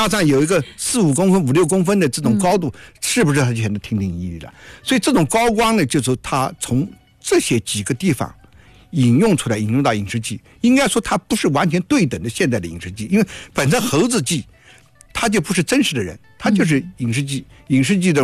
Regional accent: China; 我们中国人

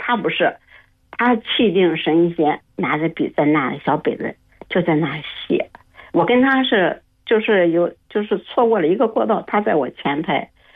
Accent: Xuzhou, Jiangsu, China; also born or lived in Nanjing; 我是徐州人。我在南京生活了一段时间还很不短，但是现在呢我又返回了家里，返回到徐州生活了。

